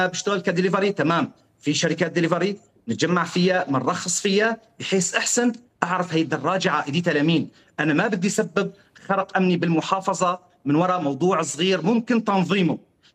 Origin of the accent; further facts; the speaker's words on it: Syria; أنا كمواطن سوري تجاوز الديليفري قوانين السير أو أي شكوى